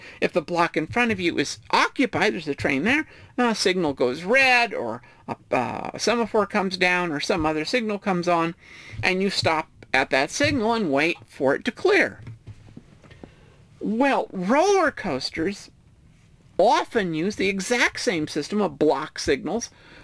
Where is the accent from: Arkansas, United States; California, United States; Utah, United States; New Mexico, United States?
New Mexico, United States; moved away; I'm from New Mexico originally